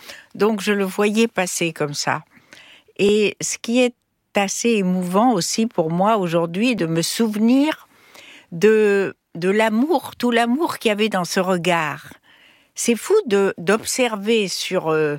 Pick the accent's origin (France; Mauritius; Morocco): Morocco; moved away; en tant que bonne Marocaine